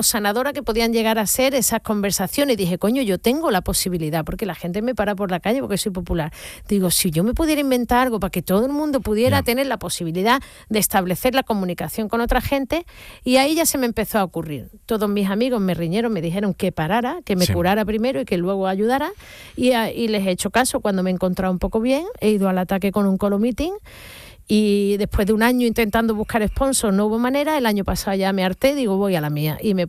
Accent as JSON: {"language": "Spanish", "town": "Seville", "region": "Andalusia", "country": "Spain", "tie": "born or raised there", "said": "Sí, yo soy sevillana, sí, sí. Yo nací en la calle Miguel del Cid, ahí en San Lorenzo, sí, más o menos."}